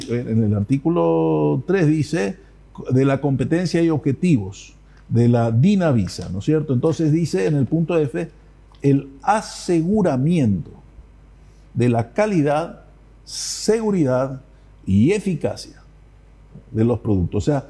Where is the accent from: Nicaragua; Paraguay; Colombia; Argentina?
Paraguay